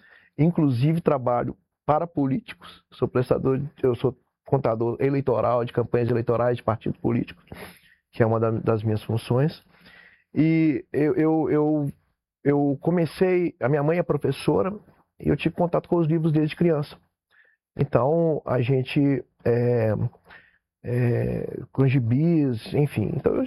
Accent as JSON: {"language": "Portuguese", "region": "Minas Gerais", "country": "Brazil", "said": "Para mim, que sou de Minas Gerais, vim nas maiores cidades do Brasil apresentar meu trabalho"}